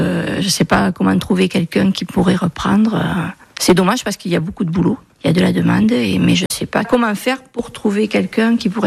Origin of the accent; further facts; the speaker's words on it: Nouvelle-Aquitaine, France; accent: sud-ouest; Du sud-ouest, sud-Gironde, enfin plutôt Lot-et-Garonne. Voilà, quand j'étais petite, j'habitais en Lot-et-Garonne.